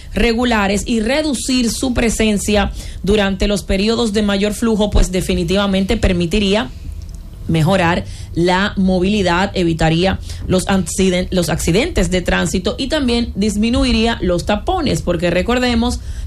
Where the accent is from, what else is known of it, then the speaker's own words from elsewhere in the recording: Dominican Republic; lo que somos los dominicanos